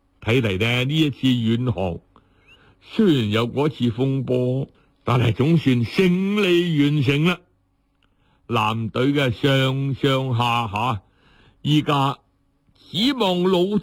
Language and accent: Cantonese; Guangdong, China; 他是我们广东人来的嘛，